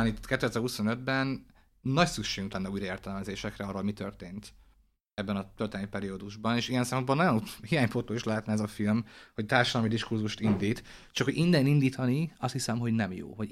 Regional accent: Hungary; hát igazából sértve magyarként. Úgyhogy ennek a társadalomnak a tagja vagyok

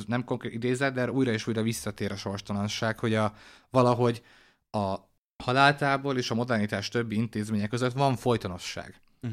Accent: Hungary

